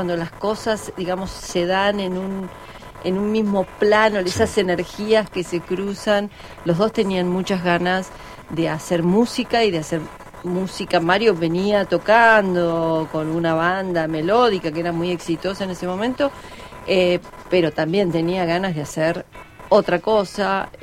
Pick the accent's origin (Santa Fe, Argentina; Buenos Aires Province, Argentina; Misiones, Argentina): Buenos Aires Province, Argentina; La Plata; Yo en realidad soy platense.